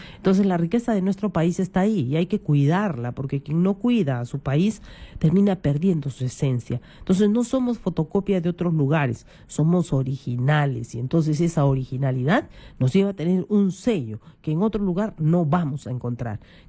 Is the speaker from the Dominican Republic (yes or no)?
no; Peru; mi país se tiene que decir, ¿no? Mi tierra, mi Perú.